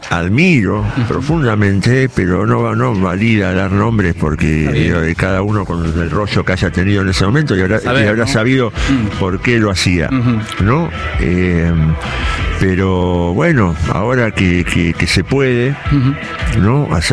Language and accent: Spanish; Ciudad Evita, Buenos Aires Province, Argentina; A 5 cuadras de donde yo viví mi adolescencia y donde aún vive mi madre.